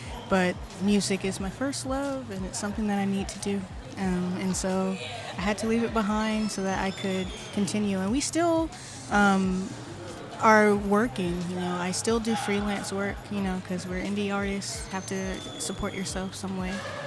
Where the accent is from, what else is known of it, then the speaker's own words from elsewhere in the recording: the South, United States; my own childhood and the things that I saw growing up in the South.